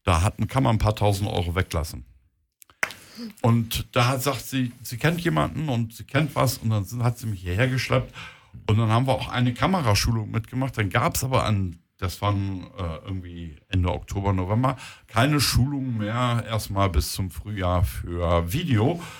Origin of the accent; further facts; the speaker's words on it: Hamburg, Germany; born there; moved away as an adult; also born or lived in Stuttgart; Ich bin geboren in Hamburg, bin irgendwann 2002 nach Stuttgart gezogen.